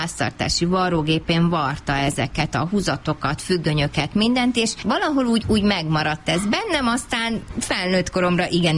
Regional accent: Pincehely, Tolna, Hungary; Mert én viszont Tolna megye Pincehelyről származom

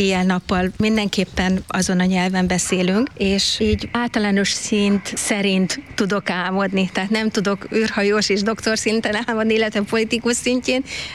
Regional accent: Hungary; én magyar lány vagyok, igen.

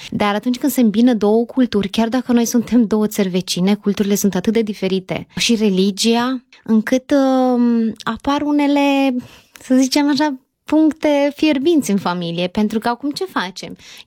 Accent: Romania; moved away as an adult; now in Hungary; eu sunt româncă 100%

